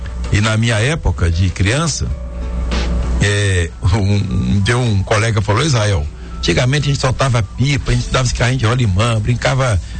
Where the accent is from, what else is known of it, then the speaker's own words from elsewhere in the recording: Timóteo, Minas Gerais, Brazil; Sou timotense.